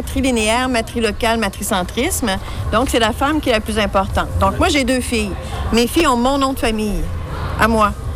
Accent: Wendake, Quebec, Canada; Je suis de Wendake et je suis Wendat.

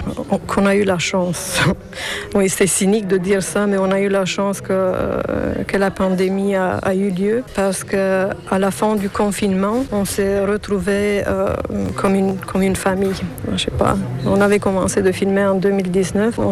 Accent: Romania; moved away as an adult; also born or lived in Lyon, France / Paris, France; c'était un peu compliqué pour un étudiant roumain de déménager, de partir de la Roumanie.

